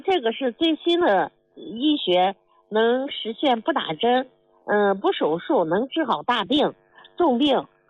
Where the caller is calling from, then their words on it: Xi'an, Shaanxi, China; 我是西安的。